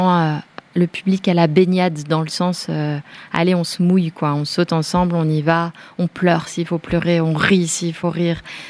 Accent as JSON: {"language": "French", "region": "Bourgogne-Franche-Comté", "country": "France", "said": "Nous, on vient de là, c'est le Haut-Jura, nous, on vient du Jura."}